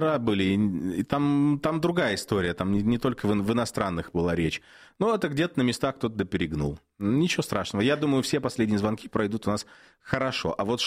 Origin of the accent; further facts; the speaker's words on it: Udmurtia, Russia; moved away; Но я в школе учился в Удмуртии. У нас в классе было татары, было много татар, русские были. Ну, я белорус был.